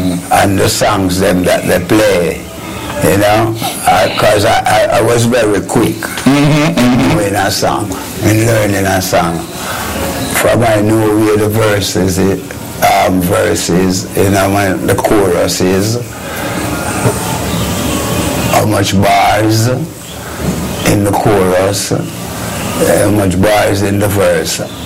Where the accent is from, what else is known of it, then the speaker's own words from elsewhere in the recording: Kingston, Jamaica; Well, I born in Kingston, you know, down in the west, Denham Town.